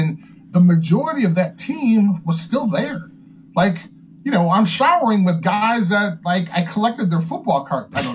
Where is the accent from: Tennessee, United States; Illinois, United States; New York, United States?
Illinois, United States; Chicago; being a Chicagoan, and being this kid who, like, literally had every dream come true as a young kid. And I had a great, great time in Chicago